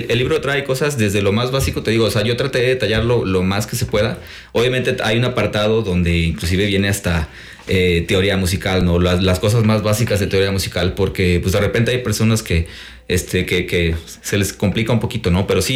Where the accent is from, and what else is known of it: Veracruz, Mexico; now in Xalapa, Mexico